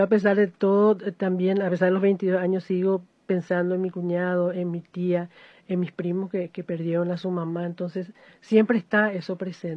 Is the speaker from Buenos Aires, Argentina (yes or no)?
yes; Trinidad, Buenos Aires, Argentina; porque yo nací en Trinidad, al igual que las personas que están acá. Nosotros somos trinidenses de alma, corazón y vida